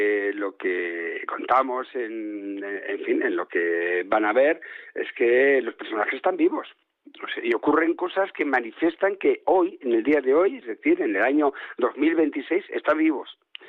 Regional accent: Oviedo, Asturias, Spain; Soy de Oviedo

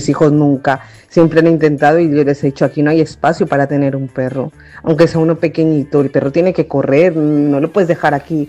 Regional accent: Colombia; now in Spain; De pequeña, en Colombia, teníamos una casa y yo tenía un perro, o sea, tuve perros

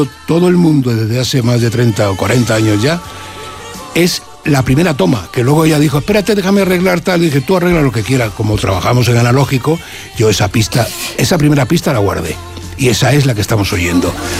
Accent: Havana, Cuba; yo los conocía cuando era niño, porque en La Habana había un circo de ellos, y yo iba a ese circo con 6-7 años

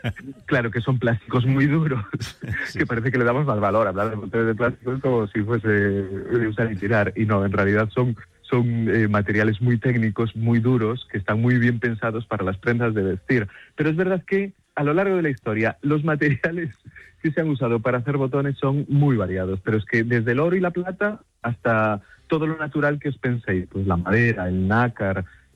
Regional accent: Galicia, Spain; que, bueno, yo como gallego tengo que re

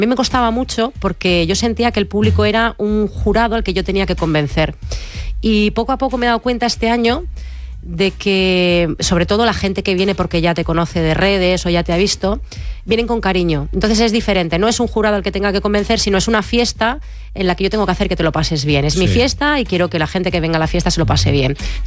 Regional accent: Bilbao, Basque Country, Spain; Ya me di cuenta de que era otra cosa, pero yo soy de Bilbao

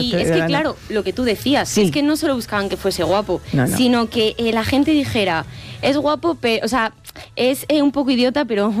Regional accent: Salamanca, Castile and León, Spain; soy salmantina.

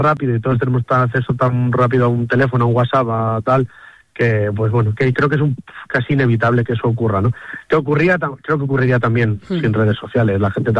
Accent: Madrid, Community of Madrid, Spain; born there; mi padre nació en el pueblo y yo soy de esa generación de hijos del éxodo rural, que nací en Madrid y que hace casi ya 10 años decidí volver junto a mi mujer

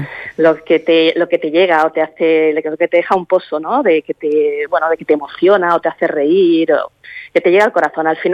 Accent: Barcelona, Catalonia, Spain

